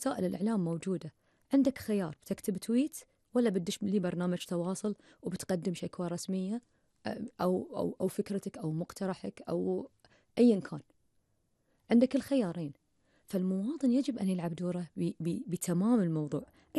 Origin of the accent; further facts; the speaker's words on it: Bahrain; إحنا كلنا معتزين بأن إحنا بحرينيين، بأن إحنا خليجيين. أعتز بسوي في سلوكي الأشياء اللي تعكس أن أنا بحرينية